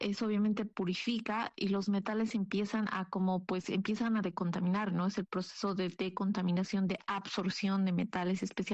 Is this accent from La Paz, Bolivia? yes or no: no; Oruro, Bolivia; first language Aymara; Spanish is a second language; se encuentra en la comunidad de Vito. Entonces, es ahí donde nosotros estamos obviamente trabajando con nuestra comunidad